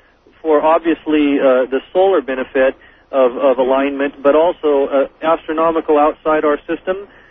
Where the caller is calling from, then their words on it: Cle Elum, Washington, United States; also born or lived in Middle East; I am calling from Clay Elum, Washington.